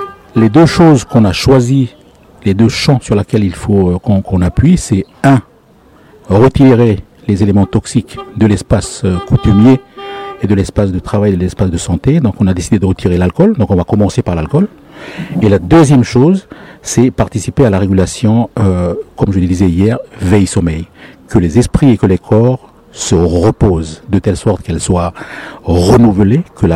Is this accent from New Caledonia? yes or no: yes; Lifou, Loyalty Islands Province, New Caledonia; c'est que nous sommes des gens d'ici. Donc nous sommes des Mélanésiens. Moi, je suis Mélanésien d'origine de l'Ifou.